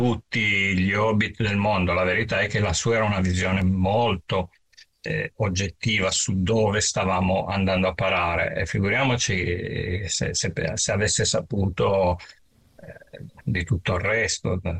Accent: Ivrea, Piedmont, Italy; io sono di Ivrea

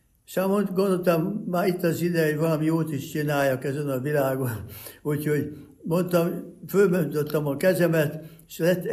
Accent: Oradea, Bihor, Romania; moved away as an adult; also born or lived in Budapest, Hungary / Szeged, Hungary; now in United States; Budapesten születtem, 4 éves koromban elkerültünk, nagyszüleim, édesapámat kinevezték Fölhosszú Nagyváradra, ami akkor magyar lett egy pár évre, 40-be, és aztán ott növelkedtem

